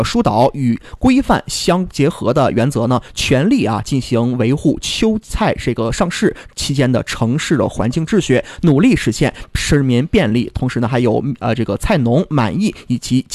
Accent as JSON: {"language": "Chinese", "town": "Harbin", "region": "Heilongjiang", "country": "China"}